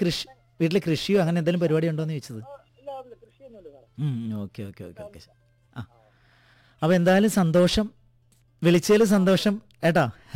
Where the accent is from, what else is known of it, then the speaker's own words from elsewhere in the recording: Piravom, Kerala, India; ഞങ്ങളുടെ നാട്ടിലൊക്കെ, എൻ്റെ സ്ഥലം പിറവാണ്, അവിടെയൊക്കെ ഈ നല്ല ചെമ്മണ്ണ.